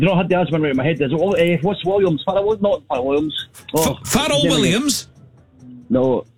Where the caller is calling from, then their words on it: Musselburgh, Scotland, United Kingdom; Edinburgh, Musselburgh.